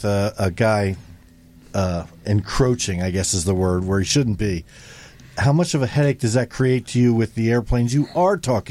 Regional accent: Philadelphia, Pennsylvania, United States; Well, we're from Philadelphia, so that's a very busy area.

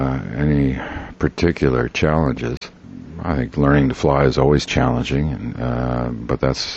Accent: Chicago, Illinois, United States; growing up in Chicago.

